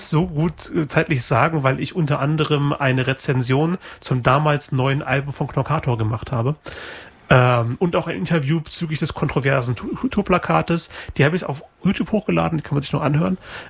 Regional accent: Braunschweig, Lower Saxony, Germany; now in Leipzig, Germany; Ich weiß, in Braunschweig, wo ich aufgewachsen bin, gibt es Radio Okerwelle. Da habe ich Schülerpraktikum gemacht. In Leipzig, wo ich inzwischen wohne, gibt es Radio Blau.

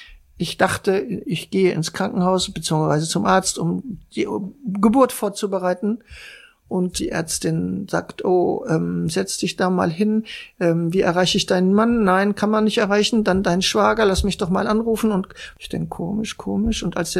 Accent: Germany; moved away; Eindeutig Europäerin, viele haben auch getickt, ich bin eine Deutsche

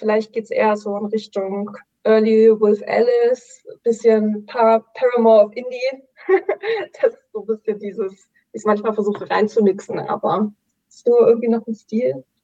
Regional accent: Brandenburg, Germany; born or raised there

